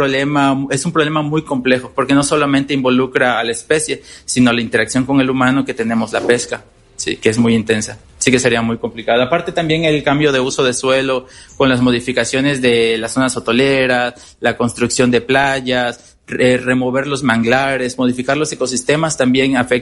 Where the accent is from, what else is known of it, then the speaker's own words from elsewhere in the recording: Campeche, Mexico; De donde yo soy, que es igual donde estamos en la Laguna de Términos, era un área por excelencia, porque tiene aguas salobres, gran cantidad de manglar, poca profundidad